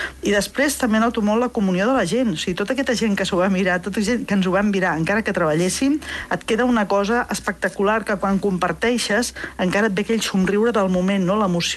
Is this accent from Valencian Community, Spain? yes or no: no; Reus, Catalonia, Spain; A veure, que sóc de Reus, Compte.